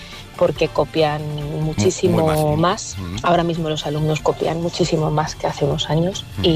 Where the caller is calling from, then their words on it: Madrid, Community of Madrid, Spain; de Madrid y soy profe desde hace 21 años